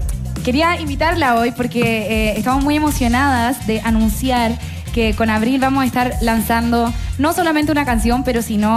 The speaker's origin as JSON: {"language": "Spanish", "country": "Chile", "said": "Sí, siento que para mí lo más importante era como conectar de donde vengo yo, que al final era acá Chile"}